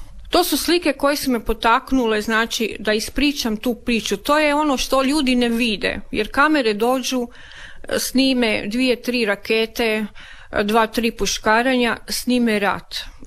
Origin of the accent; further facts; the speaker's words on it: Velika Gorica, Zagreb County, Croatia; u mom rodnom gradu Velikoj Gorici.